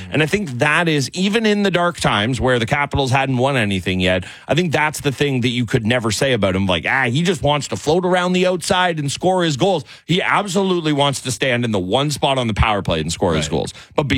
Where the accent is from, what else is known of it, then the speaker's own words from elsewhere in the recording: Canada; we as a Canadian